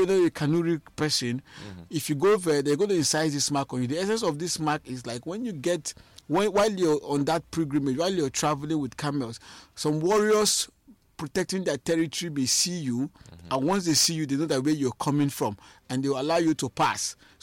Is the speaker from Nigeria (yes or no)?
yes; Minna, Niger State, Nigeria; I was born in Mina, you know, I grew in Mina